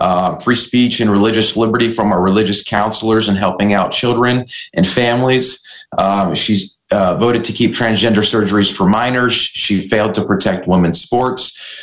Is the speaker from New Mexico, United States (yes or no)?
no; Kentucky, United States; I was born and raised here in Northern Kentucky. I come from a family of servant leaders. My grandparents started a church in the district over 40 years ago.